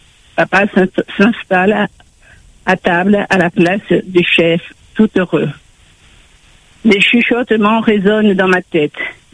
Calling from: Montauban, Occitanie, France; En principe, je vis à Montauban

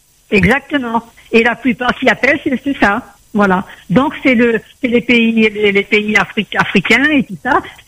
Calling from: France; comme on est français

